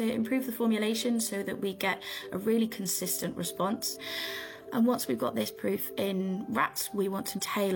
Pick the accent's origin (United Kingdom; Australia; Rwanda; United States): United Kingdom; North East England; I grew up in Northumberland, where there is still little pockets of red squirrels